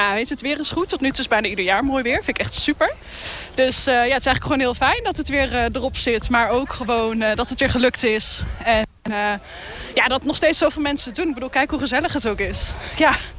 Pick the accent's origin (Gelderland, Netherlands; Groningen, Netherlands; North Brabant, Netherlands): Gelderland, Netherlands; Nijmegen; Ja, ik kom uit Nijmegen.